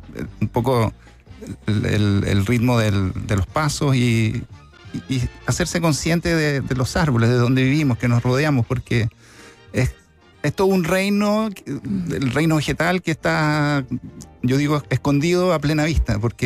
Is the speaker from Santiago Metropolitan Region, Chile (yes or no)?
yes; Santiago, Santiago Metropolitan Region, Chile; moved away; also born or lived in southern Chile; yo soy originario de Santiago, después me fui al sur y después volví a Santiago.